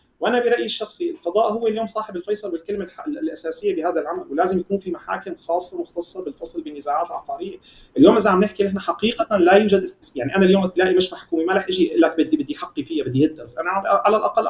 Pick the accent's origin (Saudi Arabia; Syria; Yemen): Syria; نحن كسوريين